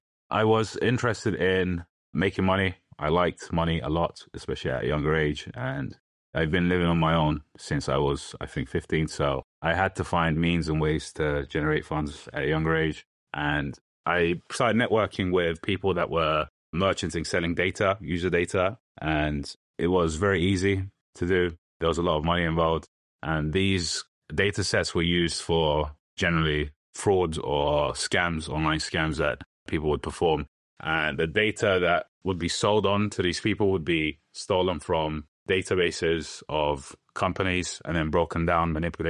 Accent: London, United Kingdom; Ethnically, I'm Turkish. I grew up in London.

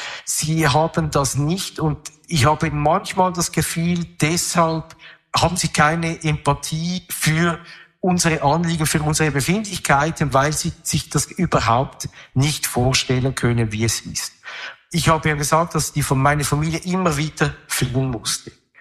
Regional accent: Zurich, Switzerland; Ich bin, wie gesagt, in Oerlikon aufgewachsen in der Blütezeit. Ich bin aufgewachsen und hatte keine Probleme mit Antisemitismus. In Oerlikon ist kein Ort, wo viele Juden leben, eigentlich überhaupt keine.

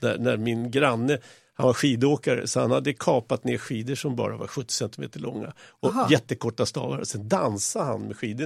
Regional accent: Stockholm, Stockholm County, Sweden; jag är uppväxt i Stureby.

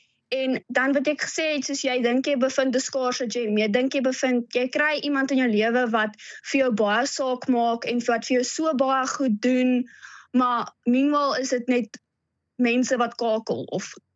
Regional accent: Middelburg, Eastern Cape, South Africa; also born or lived in Kimberley / Bloemfontein; now in Framesby, South Africa; Ag, ek was gebore in Kimberley. Toe bly ek vir baie lank in Middelburg Ooskaap. Toe was ek in hoërskool gewees in Sentraal Bloemfontein.

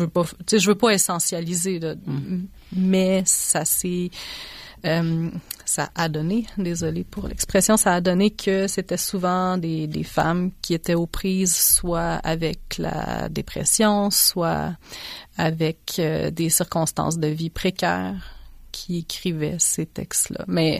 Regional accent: Quebec, Canada; first language Czech; French is a second language; comment j'ai grandi au Québec, mais chez nous, à la maison, on parlait tchèque.

